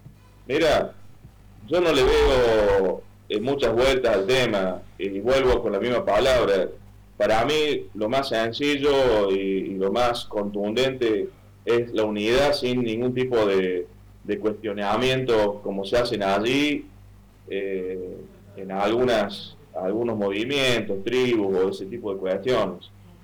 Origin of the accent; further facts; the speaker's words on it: Córdoba, Argentina; me duele como cordobés